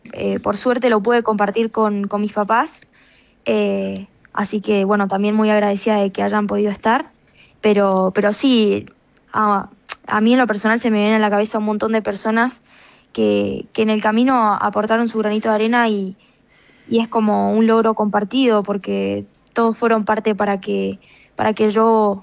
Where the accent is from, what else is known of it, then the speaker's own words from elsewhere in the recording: Argentina; nosotros como argentinos